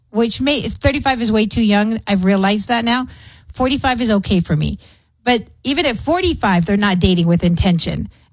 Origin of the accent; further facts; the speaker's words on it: Clint, Texas, United States; I grew up in Clint